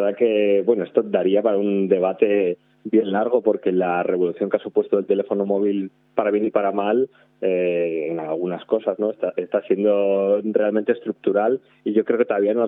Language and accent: Spanish; Santander, Cantabria, Spain; now in Madrid, Spain; yo soy cántabro, a pesar de que vivo en Madrid y organizo el certamen a nivel nacional. Bueno, yo soy cántabro, soy de Santander